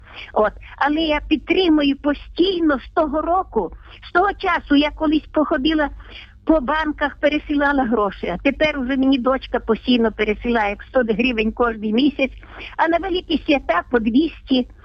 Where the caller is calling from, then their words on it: Ivano-Frankivsk, Ivano-Frankivsk Oblast, Ukraine; Я із Івано-Франківська.